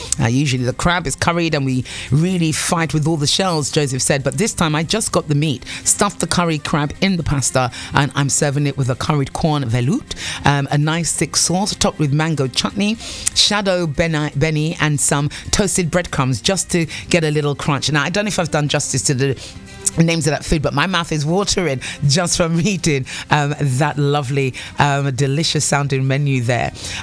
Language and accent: English; St. Lucia; I'm from St. Lucia, so it reminds me a lot of home. Small island people, we understand.